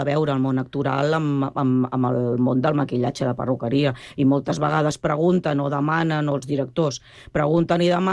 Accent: Barcelona, Catalonia, Spain; moved away as an adult; now in Sant Cugat del Vallès, Spain; Jo sóc del barri de Sant Andreu, fa 30 anys que visc a Sant Cugat, però sóc d'un barri de Sant Andreu que tenien uns condicionants abans, com Gràcia, com Horta i tal, que tenien grups de teatre

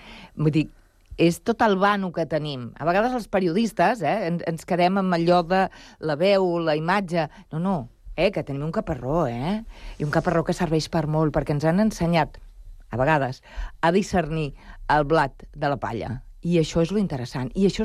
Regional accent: Barcelona, Catalonia, Spain; Catalan is a second language; La meva infantesa, Barcelona, a l'Eixample, jo vaig aprendre català perquè els meus pares van dir allà on fueres, haz lo que vieres.

